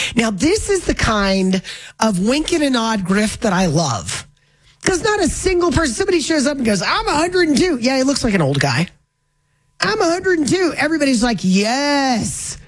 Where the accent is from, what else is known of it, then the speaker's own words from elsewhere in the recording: Florida, United States; moved away; my hometown in Florida